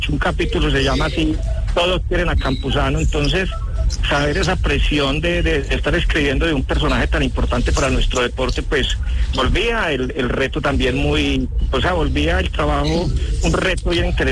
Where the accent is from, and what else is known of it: Antioquia, Colombia